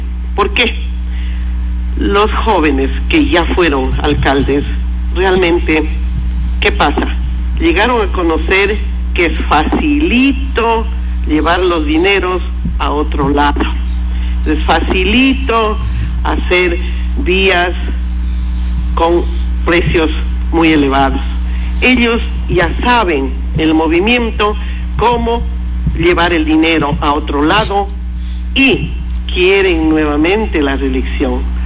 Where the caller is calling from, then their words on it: Limón Indanza, Morona Santiago, Ecuador; Le llamo de Limón Indanza